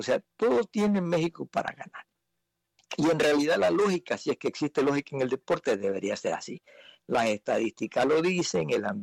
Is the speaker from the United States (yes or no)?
no; Ecuador; Y por supuesto, pues como ecuatoriano siempre estoy pensando que mi selección debería ganar.